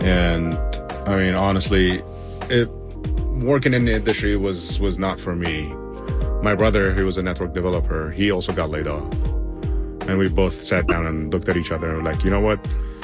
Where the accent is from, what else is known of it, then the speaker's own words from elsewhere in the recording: Syria; So the owner is from Vietnam and we're from Syria. We grew up drinking Turkish coffee.